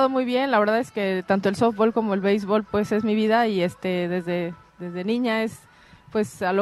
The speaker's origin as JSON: {"language": "Spanish", "region": "Mexico City", "country": "Mexico", "tie": "born or raised there", "said": "mexicana, soy de la Ciudad de México, nací, crecí en la Ciudad de México"}